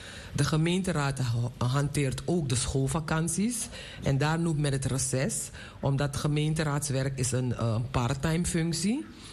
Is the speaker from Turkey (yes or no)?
no; Suriname; moved away as an adult; now in Netherlands; Ik ben geboren en getogen in Suriname. Op mijn 24ste naar Nederland gekomen.